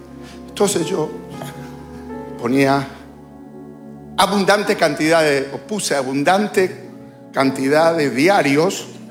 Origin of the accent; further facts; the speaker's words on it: Buenos Aires, Argentina; Me crié en la Capital Federal